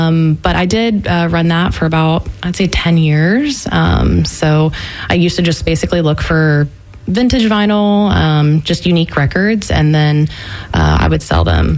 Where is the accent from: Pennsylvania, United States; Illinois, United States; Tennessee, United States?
Tennessee, United States; Nashville; Yeah, I'm originally from Nashville. So I grew up around music my whole life.